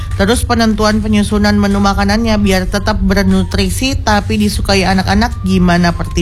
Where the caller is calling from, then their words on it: Sukajawa, Indonesia; Kebetulan aku warga Sukajawa nih